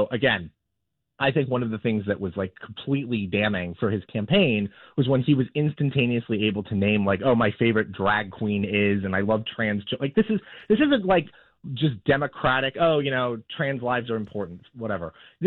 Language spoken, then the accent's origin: English; Oregon, United States; my home state of Oregon